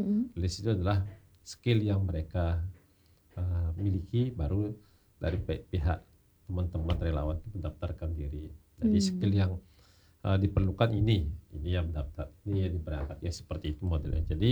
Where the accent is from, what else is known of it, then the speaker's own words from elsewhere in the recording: Bali, Indonesia; Jadi lidah kita orang Bali beda dari orang NTT.